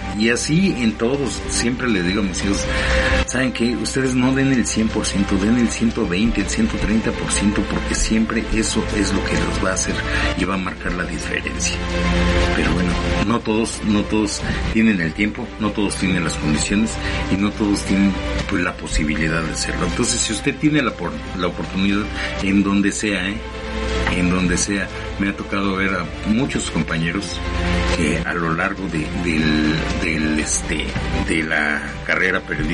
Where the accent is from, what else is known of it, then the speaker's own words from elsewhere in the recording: Mexico; nosotros como mexicanos